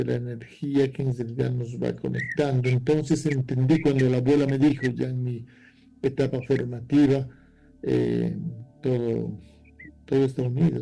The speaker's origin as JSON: {"language": "Spanish", "country": "Bolivia", "tie": "born or raised there", "said": "Yo nací en Bolivia, crecí en un bosque junto a la montaña, en mucho silencio, mucha soledad."}